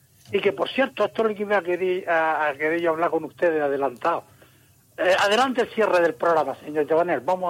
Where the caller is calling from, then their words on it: Canary Islands, Spain; que yo soy tan español como canario...